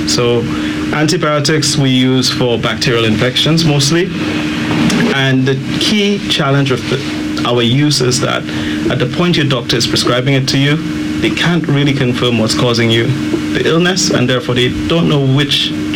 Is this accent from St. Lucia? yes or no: yes; St. Lucia; I grew up in Groseley. I went to Groseley preschool, Groseley infant school, Groseley primary school